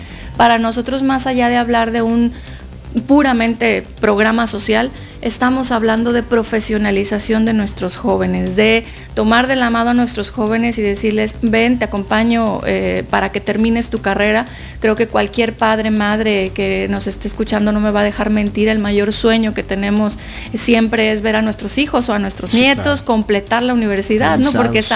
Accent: Mexico; como mexicanas y mexicanos defendemos eso que nos ha costado cientos de años llegar a donde estamos hoy. Nuestra independencia y nuestra soberanía es algo que tenemos muy valioso como mexicanos

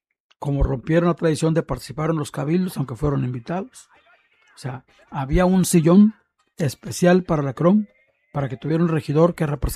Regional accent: Manzanillo, Colima, Mexico; éramos porteños y somos porteños.

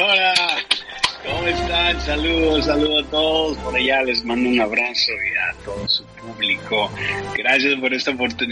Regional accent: Dominican Republic; República Dominicana, mi tierra

